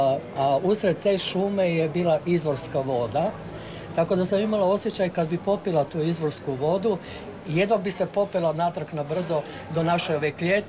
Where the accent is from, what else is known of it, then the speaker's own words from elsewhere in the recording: Buševec, Zagreb County, Croatia; O, predivno, to je puno, puno dalje od mog mjesta. Ja sam naime iz Buševca.